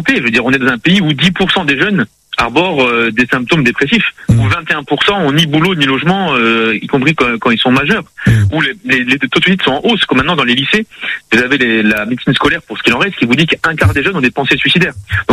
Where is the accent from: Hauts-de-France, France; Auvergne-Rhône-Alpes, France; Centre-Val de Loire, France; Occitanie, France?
Occitanie, France; Toulouse; Alors, pour le coup, en tant que Toulousain, hein